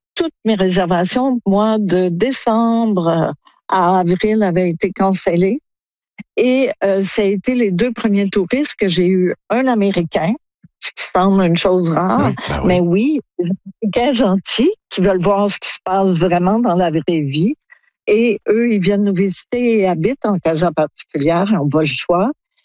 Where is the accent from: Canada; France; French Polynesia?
Canada; Quebec; moved away; il y a beaucoup de gens qui me connaissent vu que je suis québécoise et que je suis ici depuis 15 ans